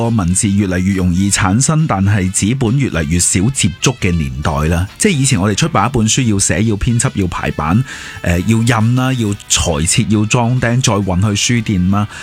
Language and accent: Cantonese; Hong Kong; 我们香港人